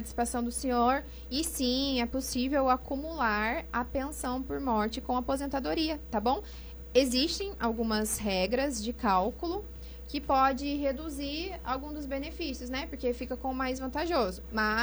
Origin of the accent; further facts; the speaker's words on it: Pindamonhangaba, São Paulo, Brazil; eu sou de Moreira também.